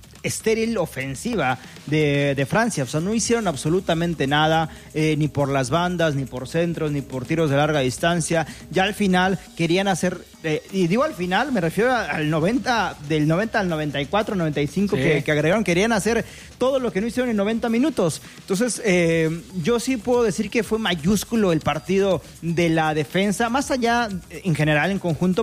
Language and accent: Spanish; Mexico; sabemos que somos mexicanos y los árbitros son mexicanos